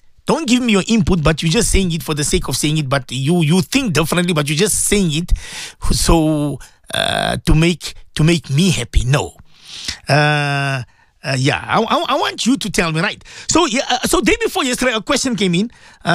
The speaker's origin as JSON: {"language": "English", "town": "Johannesburg", "region": "Gauteng", "country": "South Africa", "said": "I'm from Johannesburg North."}